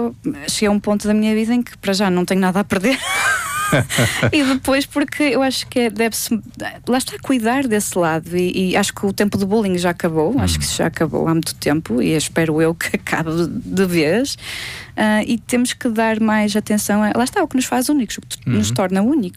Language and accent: Portuguese; Vila Real, Norte, Portugal; E o mirandês também é algo que sempre estava na parte de trás da minha cabeça enquanto transmontana. Ela existia, mas eu não falava mirandês com ninguém, porque em Vila Real.